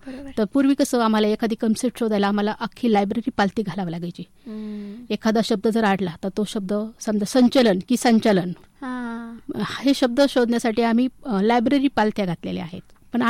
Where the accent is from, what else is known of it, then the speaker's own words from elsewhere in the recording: Loni, Maharashtra, India; मी लोणी प्रवारनगरची.